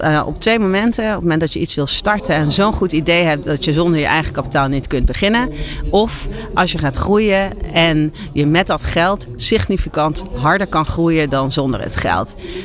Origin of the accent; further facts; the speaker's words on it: Curaçao; now in Netherlands; waar ik vandaan kom, Curaçao